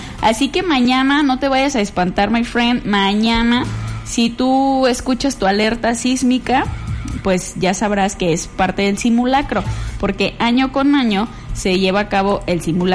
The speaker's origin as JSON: {"language": "Spanish", "country": "Mexico", "said": "los mexicanos mostramos la casta que tenemos"}